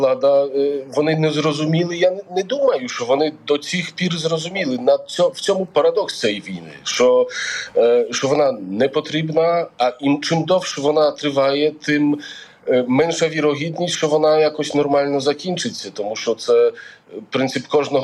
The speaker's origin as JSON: {"language": "Ukrainian", "country": "Poland", "also_born_or_lived": "Ukraine", "moved": "as an adult", "said": "я не мав ніколи в Україні проблем з тим, що я з Польщі, що я маю мікрофон польського радіа, тому що в мене польські номери, що я поляк."}